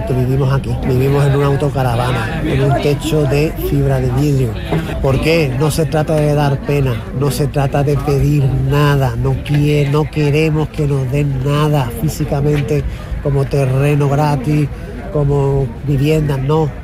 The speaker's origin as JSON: {"language": "Spanish", "town": "Málaga", "region": "Andalusia", "country": "Spain", "said": "soy malagueño, vivo en Málaga, trabajo en Málaga."}